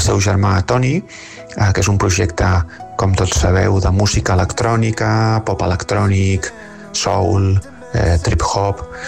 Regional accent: Barcelona, Catalonia, Spain; moved away as an adult; now in Vic, Spain; quan deixo la meva ciutat natal, Barcelona, per venir a viure a Vic.

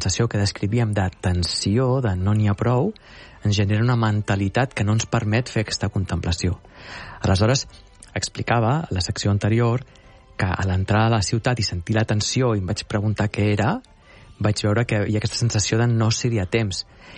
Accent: Barcelona, Catalonia, Spain; born there; sóc enamorat de Barcelona. Jo vaig néixer aquí i és la ciutat que més m'estimo de tot el món.

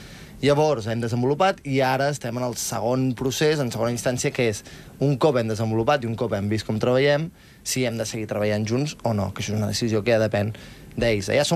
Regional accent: Girona, Catalonia, Spain; Jo soc de Girona

